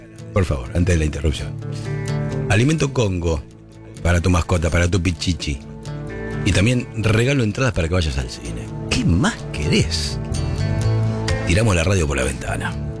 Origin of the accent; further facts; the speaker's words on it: Balcarce, Buenos Aires Province, Argentina; born there; yo soy de Balcarce, ¿no? La tierra de la papa.